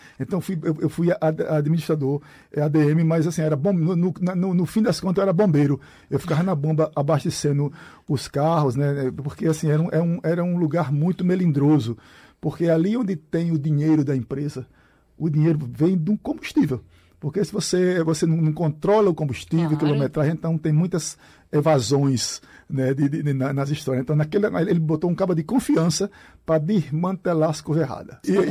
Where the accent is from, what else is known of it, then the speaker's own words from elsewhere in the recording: Floresta do Navio, Pernambuco, Brazil; born there; also born or lived in Tacaratu; Eu nasci em Floresta do Navio. E fui adotado por Tacaratu, que é a cidade do meu coração, a cidade que eu amo muito, Tacaratu.